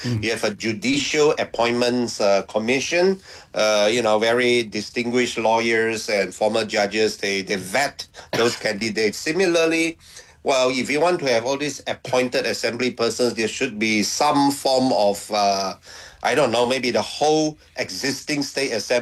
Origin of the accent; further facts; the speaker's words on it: Sabah, Malaysia; my home state of Sabah